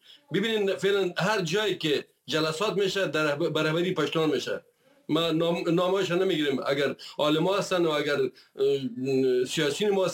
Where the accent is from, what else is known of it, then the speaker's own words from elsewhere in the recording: Afghanistan; بله ما افغان هستم و در تمامی کشور ما هر ملت که دیگه میکنه گلای یک سبد هستیم و افغانستان خانه مشترک ماست.